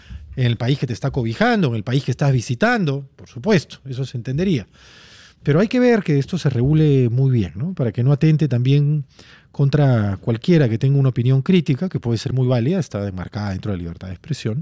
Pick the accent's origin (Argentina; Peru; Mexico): Peru; siendo peruano